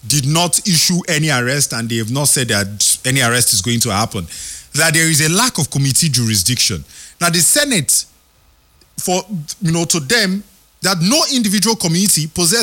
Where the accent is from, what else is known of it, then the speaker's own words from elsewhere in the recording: Nigeria; I will always be seen as a Nigerian, number one.